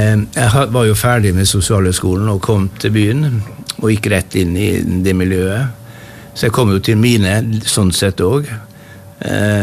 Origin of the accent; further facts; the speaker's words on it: Kristiansund, Møre og Romsdal, Norway; så hadde jeg en liten lansering i Kristiansund i min hjemby, for det hadde jeg lyst til.